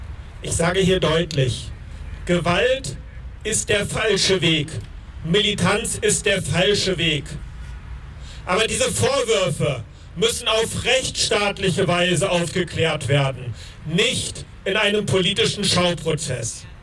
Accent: Germany; Ich schäme mich als Deutscher dafür

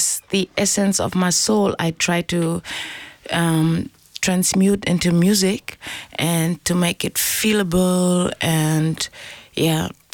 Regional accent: Hamburg, Germany; I'm a singer-songwriter born and raised in Hamburg, Germany. My roots are from Ghana, too.

